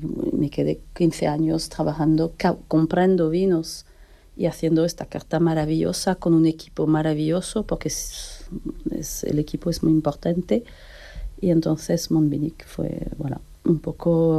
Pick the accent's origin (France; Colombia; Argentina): France; Loire Valley; Spanish is a second language; moved away; he dejado mi pueblo hace 40 años, ajá, y no he vuelto a vivir a Francia.